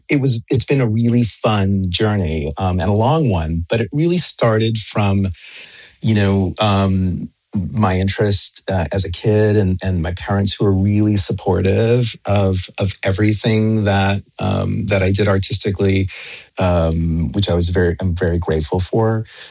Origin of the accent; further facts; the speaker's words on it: Salinas, California, United States; I grew up in the Monterey Bay Area, and Salinas was my hometown.